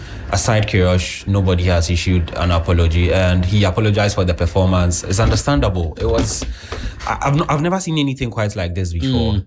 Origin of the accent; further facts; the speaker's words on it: Ghana; I'm a Ghanaian concerned citizen.